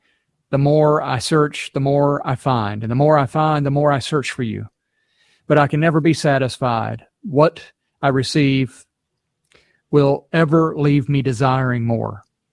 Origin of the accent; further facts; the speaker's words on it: Tennessee, United States; I'm from Tennessee